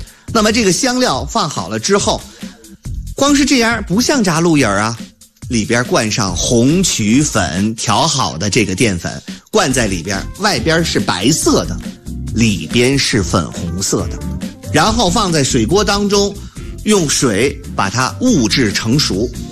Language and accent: Chinese; China